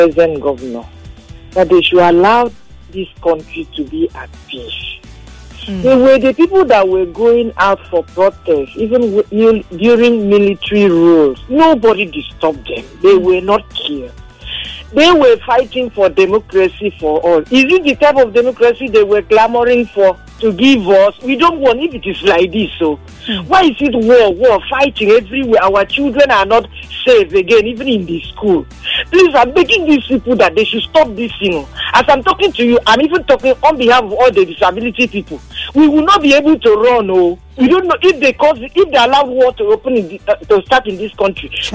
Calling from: Ikorodu, Lagos, Nigeria; I'm calling you from Ikorodu.

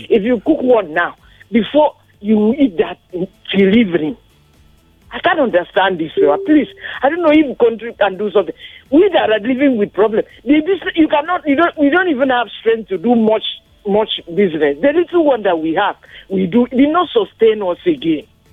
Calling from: Ikorodu, Lagos, Nigeria; I'm calling you from Ikorodu.

